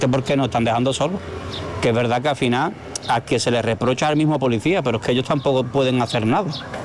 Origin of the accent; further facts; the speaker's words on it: Spain; Nosotros aquí somos españoles, nosotros somos los que defendemos nuestro sitio. Y eso es una cosa que nadie de la península comprende.